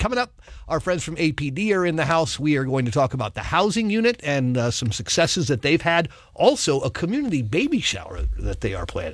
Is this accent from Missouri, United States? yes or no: no; Florida, United States; moved away; I am so disappointed in my hometown.